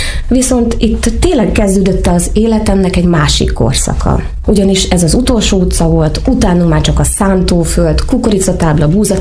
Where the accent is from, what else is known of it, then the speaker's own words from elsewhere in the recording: Hajdúböszörmény, Hajdú-Bihar, Hungary; moved away as an adult; Hajdúböszörményben nőttem fel, annak is a belvárosában az első 8 évem az ott zajlott. Hogy három fiútesom van, anyukám nevelt